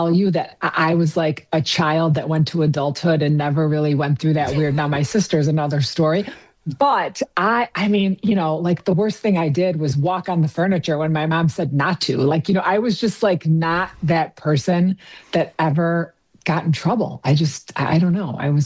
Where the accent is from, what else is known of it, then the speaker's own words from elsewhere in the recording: Wheaton, Illinois, United States; I was born in Wheaton, actually Winfield, Illinois is where the hospital was, but we lived in Wheaton, Illinois, which is actually right by Sandra Smith.